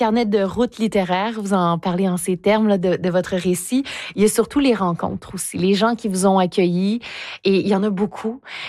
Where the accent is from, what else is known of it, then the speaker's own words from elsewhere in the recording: Quebec, Canada; now in Vancouver, Canada; je viens du Québec à l'origine